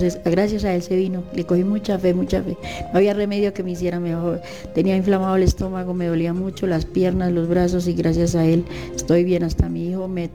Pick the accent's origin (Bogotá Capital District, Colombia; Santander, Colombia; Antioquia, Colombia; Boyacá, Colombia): Boyacá, Colombia; Tunja; Me reservo el nombre por ahora porque vengo de Tunja.